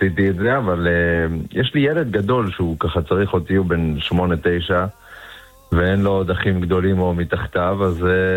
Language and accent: Hebrew; Tifrach, Southern District, Israel; אני גם גדלתי בבית, אבא שלי חזן כבר, לא יודע כמה שנים, בבית כנסת בתפרח.